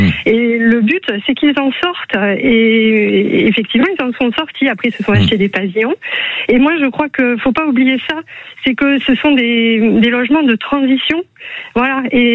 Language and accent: French; France; born there; Je suis née en France.